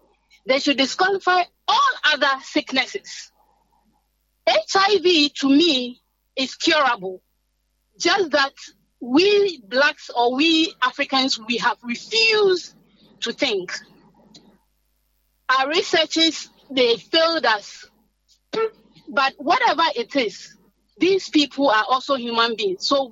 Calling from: Sekondi, Western Region, Ghana; I'm calling from Sekendi.

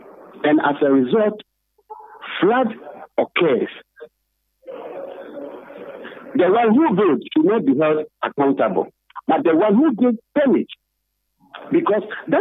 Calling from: Takoradi, Western Region, Ghana; I'm calling from Takoradi.

